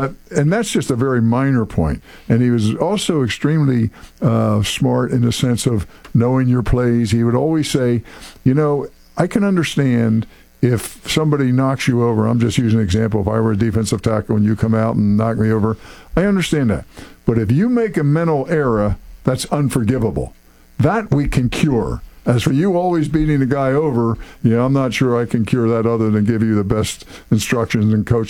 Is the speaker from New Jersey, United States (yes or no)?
yes; New Jersey, United States; I'm from South Jersey, and my high school team never lost for, like, 3 years.